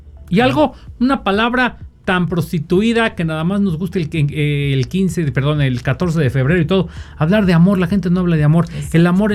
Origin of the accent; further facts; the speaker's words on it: Mexico; yo también como mexicano